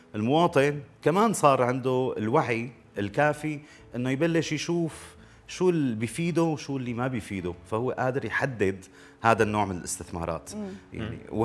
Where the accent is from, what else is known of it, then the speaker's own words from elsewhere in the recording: Syria; واكبر دليل على هذا الكلام الأسواق التاريخية الموجودة عندنا بسوريا.